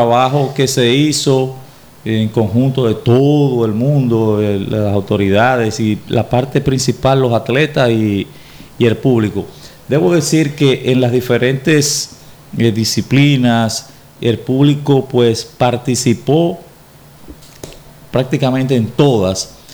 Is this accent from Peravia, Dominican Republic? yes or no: yes; Peravia, Dominican Republic; En el caso de nosotros, de la provincia de Peravia